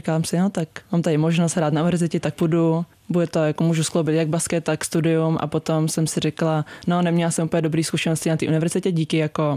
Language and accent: Czech; Prague, Czechia; Jsem z Prahy, takže v Praze.